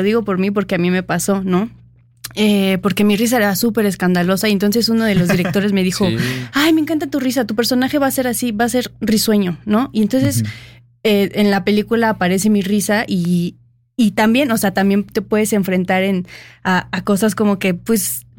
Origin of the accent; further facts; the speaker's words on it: Mexico City, Mexico; algunos que somos de Ciudad de México, pues obviamente nuestra familia estaba ahí